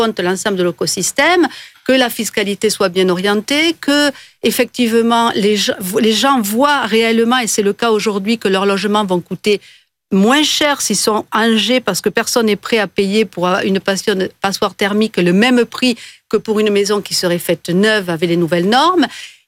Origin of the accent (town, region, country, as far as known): Pyrenees, France